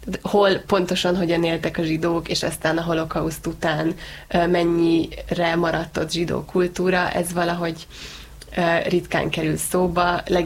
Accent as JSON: {"language": "Hungarian", "country": "Hungary", "said": "amikor én így próbáltam beépülni az én fiatal zsidó közösségekbe Amerikában, és megtudták, hogy Magyarországról jövök"}